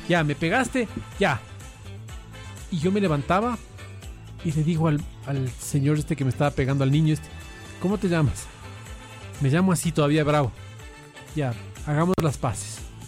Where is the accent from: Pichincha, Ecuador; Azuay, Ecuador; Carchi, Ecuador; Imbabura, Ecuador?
Pichincha, Ecuador; Quito; Yo como quiteño era encantado, encantado.